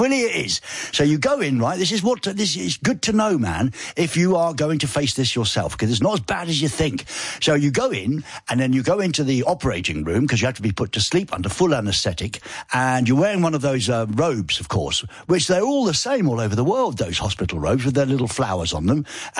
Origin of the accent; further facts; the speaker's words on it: England, United Kingdom; You know, I'm an Englishman.